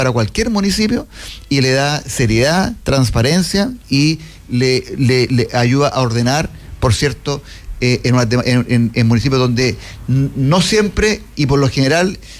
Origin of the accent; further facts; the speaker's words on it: Curicó, Maule, Chile; No, yo curicano